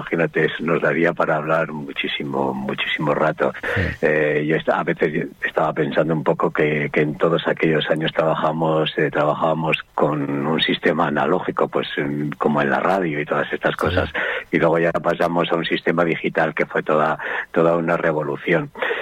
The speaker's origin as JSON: {"language": "Spanish", "town": "Castro Urdiales", "region": "Cantabria", "country": "Spain", "said": "Claro, yo soy de Cantabria, soy de Castrurdiales, y a través de unas personas pues me enteré que en el País Vasco"}